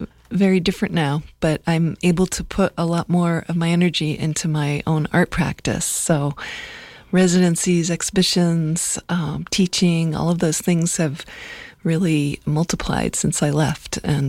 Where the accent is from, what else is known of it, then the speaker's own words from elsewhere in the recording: Tolland, Connecticut, United States; moved away as an adult; now in New Mexico, United States; Where I grew up was in Connecticut, in a small town called Tolland, near the University of Connecticut, near Storrs. And I came to New Mexico for graduate school in 1989